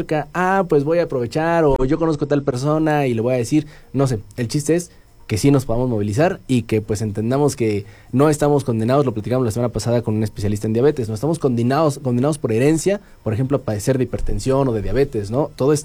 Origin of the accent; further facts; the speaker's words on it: San Agustín Tlaxiaca, Hidalgo, Mexico; Nos fuimos al municipio de San Agustín Tlaxiaca, sí, precisamente sí, donde somos originarios